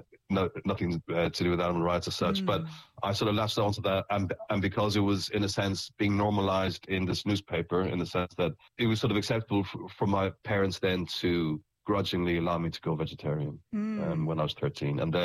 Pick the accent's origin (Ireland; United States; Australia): Ireland; So obviously I was brought up in Ireland, very Catholic then. It's changed an awful lot since.